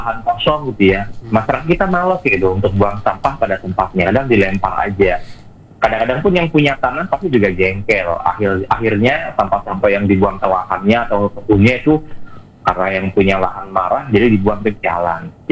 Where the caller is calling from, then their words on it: South Sumatra, Indonesia; meskipun saya warga Banyuasin, tapi aktivitasnya banyak di Palembang nih Pak.